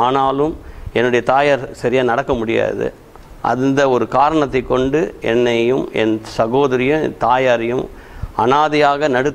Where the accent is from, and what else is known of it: Chennai, Tamil Nadu, India; born or raised there